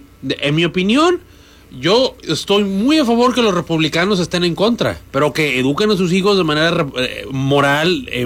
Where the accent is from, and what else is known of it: Mexico